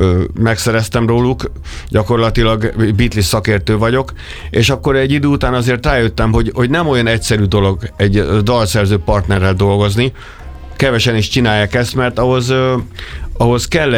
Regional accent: Komló, Baranya, Hungary; moved away as an adult; now in Budapest, Hungary; ami szintén egy ilyen ipari város, mint amilyen Komló volt, ahol én felnőttem.

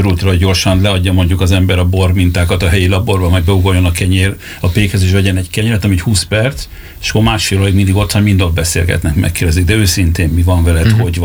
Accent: Kaposvár, Somogy, Hungary; now in Vecsés, Hungary; én kaposvári vagyok, tehát vidéki. Tehát én Budapestet őszintén nem szeretem. Most is ugye Vecsésen lakunk, az is kvázi falu, az városi jogilag

